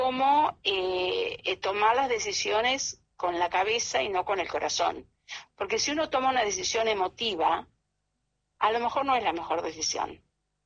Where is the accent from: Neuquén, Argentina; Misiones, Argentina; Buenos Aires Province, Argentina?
Buenos Aires Province, Argentina; Trenque Lauquen; yo soy de Trenquelauquen